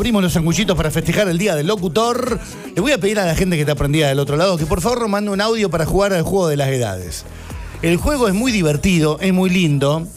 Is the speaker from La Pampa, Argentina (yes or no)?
yes; La Pampa, Argentina; now in Córdoba, Argentina; Soy de La Pampa, pero vivo en Córdoba. Extraño mucho a mi familia y tengo.